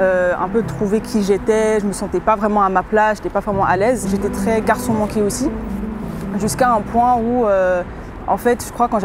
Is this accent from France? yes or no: no; Switzerland; also born or lived in England; Je suis née en Suisse, d'une mère qui est moitié allemande, moitié anglaise, et d'un père qui est suisse. J'ai grandi un peu en Angleterre, un peu en Suisse.